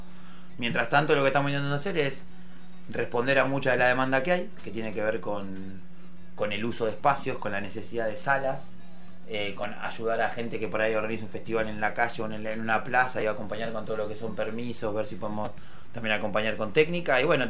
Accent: La Plata, Buenos Aires Province, Argentina; Yo vengo en el barrio de Tolosa

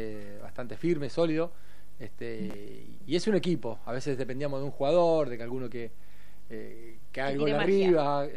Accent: Rosario, Santa Fe, Argentina; moved away as an adult; Yo que soy de Rosario y me vine acá a los 19 años

